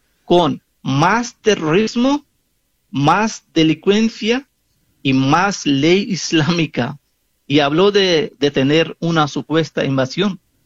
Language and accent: Spanish; Pakistan; now in United States; yo soy de Pakistán y vivo en Estados Unidos. Entonces, para mí, la ley para vivir en este mundo es la ley de Estados Unidos, no de Pakistán.